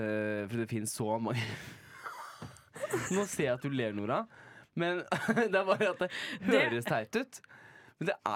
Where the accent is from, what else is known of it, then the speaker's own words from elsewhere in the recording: Oslo, Norway; så er jeg fra Holmenkollen.